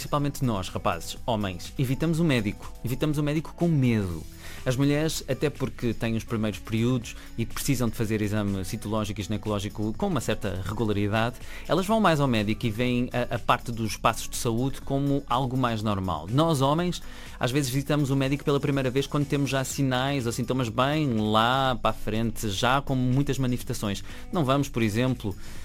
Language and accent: Portuguese; Chaves, Norte, Portugal; eu sou de uma cidade pequenininha do norte, sou de Chaves, nós somos flavientes, temos uma dieta atlântica